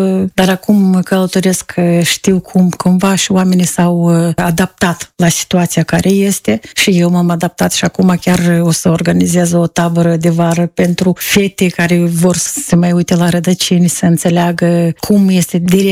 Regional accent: Tarasivtsi, Chernivtsi Oblast, Ukraine; Da, știți, mult înseamnă de unde te-ai născut, de unde ai pornit în calea asta, unde ai văzut lumina soarelui și unde a început viața ta. Să știți că și acum în Tărăsăuț

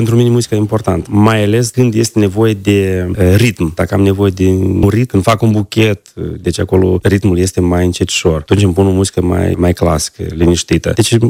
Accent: Moldova; moved away as an adult; now in Portugal; eu n-am uitat din unde am pornit, chiar fiind în Portugalia 24 de ani, sunt moldovean, român.

